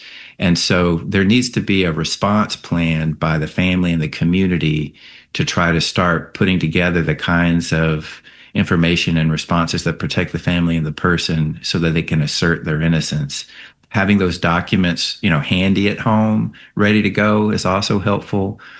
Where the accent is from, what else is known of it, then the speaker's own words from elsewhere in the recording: United States; And I was born here and lived my whole life here.